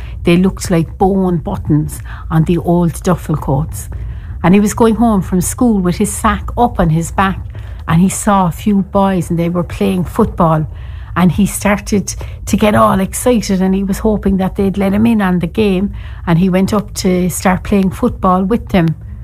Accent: Cork, Munster, Ireland

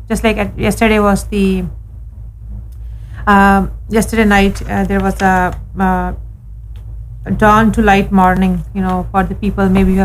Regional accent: Pakistan; now in Ireland; I'm originally from Pakistan.

